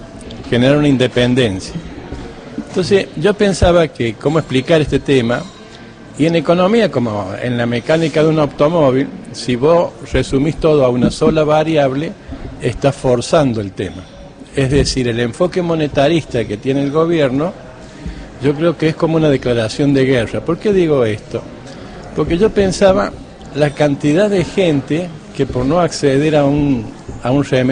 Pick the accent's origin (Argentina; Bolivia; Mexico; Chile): Argentina; el problema que tenemos como argentinos